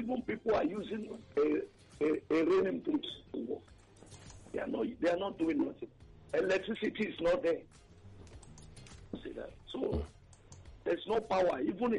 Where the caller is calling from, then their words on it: Ojo, Lagos, Nigeria; I'm calling from Ojo.